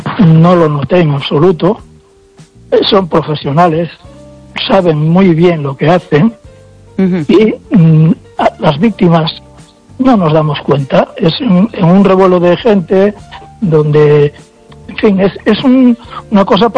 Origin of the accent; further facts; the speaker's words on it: Fisterra, Galicia, Spain; estoy viviendo de alquiler a 50 kilómetros de mi pueblo. Yo soy de Fisterra